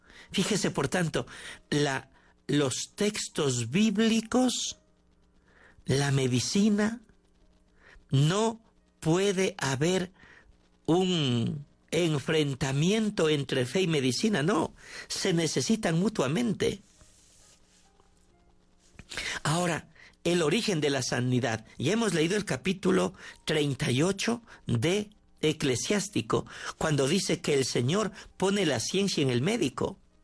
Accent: Milagro, Guayas, Ecuador; Soy de Milagro.

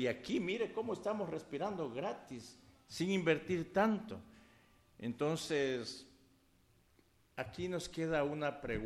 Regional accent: Santa Rosa, El Oro, Ecuador; born there; now in Tena, Ecuador; les digo soy de aquí, pero nativo soy de la provincia del Oro, nací en la parroquia Bellavista del cantón Santa Rosa, entonces es allí pues donde nací.

